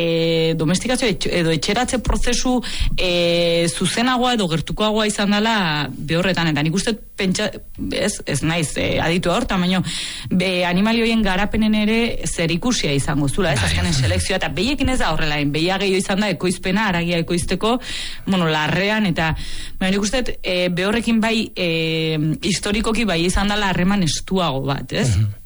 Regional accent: Gaztelu, Basque Country, Spain; born there; gurasok, bueno, ba, gaztelun bizi ginen

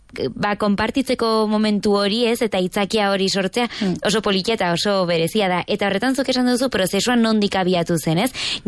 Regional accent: Ultzama, Navarre, Spain; ni Ultzamakoa naiz

